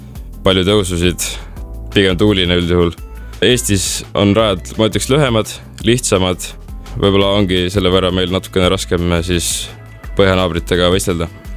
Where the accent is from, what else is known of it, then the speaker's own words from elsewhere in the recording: Tallinn, Harju County, Estonia; Aga Tallinnast, kust ma siis nii-öelda aga pärit olen, seal oleks hädasti vaja järvele kõrvale veel ühte korralikku rada.